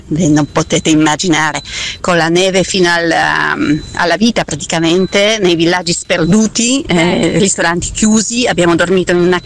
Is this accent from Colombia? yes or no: no; Poland; moved away; io vengo dalla Polonia